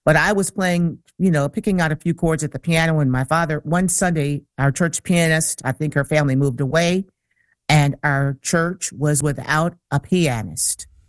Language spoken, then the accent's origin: English; Jackson, Michigan, United States; born there; southern Michigan. And that's where all of my siblings, except for my oldest brother, were born. And so I was born right there in Jackson.